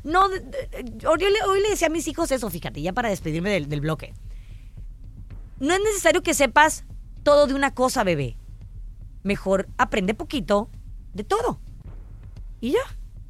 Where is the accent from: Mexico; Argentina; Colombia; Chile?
Mexico; O sea, si dicen que uno como mexicano se... Bueno, también como mexicano no podemos decir nada